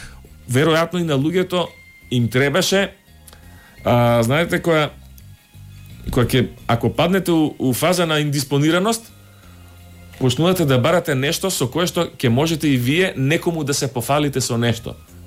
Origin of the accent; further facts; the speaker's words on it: Skopje Statistical Region, North Macedonia; Прво ЦЕКа мене ми беше на 100 метар од мене, кај што сум ја и роден и пораснат у Поштанска зграда до Соборна црква.